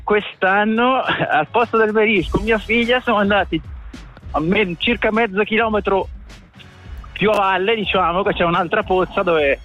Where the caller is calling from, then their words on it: Losone, Ticino, Switzerland; sono di Losone.